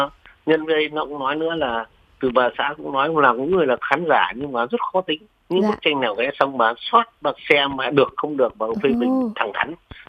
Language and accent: Vietnamese; Vinh Tuong, Vĩnh Phúc, Vietnam; Quê tôi sinh ra lớn lên ở Phủ Vĩnh Tường mà, thế là cũng thành công.